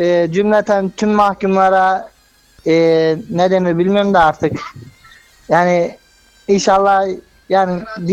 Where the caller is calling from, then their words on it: Kahramanmaraş, Turkey; Kahramanmaraş'tan arıyorum. Fatmalı köyünden.